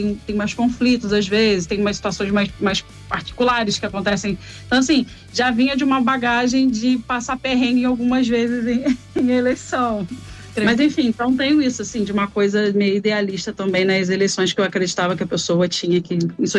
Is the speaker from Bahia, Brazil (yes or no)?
no; São Gonçalo, Rio de Janeiro, Brazil; born there; now in Rio de Janeiro, Brazil; Eu nasci em São Gonçalo. Em 2014, vim morar em Botafogo, quando eu passei pro concurso.